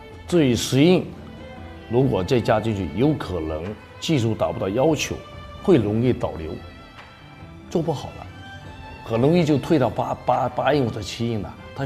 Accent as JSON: {"language": "Chinese", "town": "Fuzhou", "region": "Fujian", "country": "China", "tie": "born or raised there", "said": "突然发现我们这个城门那个镇政府，那个时候不是叫城门公社，他成立一个叫做福州城门花塔总厂，那个老厂长是吴永庆厂长，哎，是我的老家里面的人，老乡"}